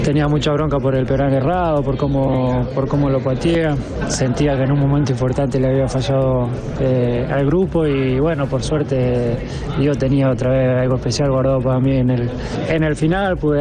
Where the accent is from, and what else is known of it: Argentina